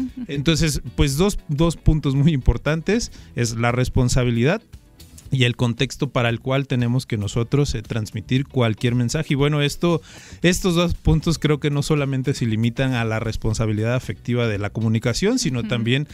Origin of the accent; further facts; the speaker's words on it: Acayucan, Veracruz, Mexico; yo soy de Acayucan. Uh-huh. Y aunque estamos en Veracruz, culturalmente la forma en la que nosotros nos expresamos en el sur, en el norte y en el centro es totalmente diferente.